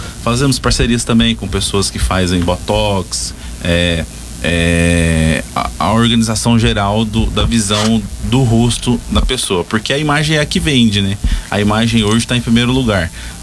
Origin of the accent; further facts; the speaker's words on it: Uberlândia, Minas Gerais, Brazil; moved away as an adult; also born or lived in Santa Helena de Goiás, Goiás; Eu sou do interior do Goiás, Santa Helena de Goiás, mas fui criado até os 19 anos em Uberlândia, Minas Gerais, no Triângulo Mineiro. Cidade pequena, seus 100 mil habitantes ali. E cresci, aprendi na área da beleza e estamos aí, com 29 anos, casado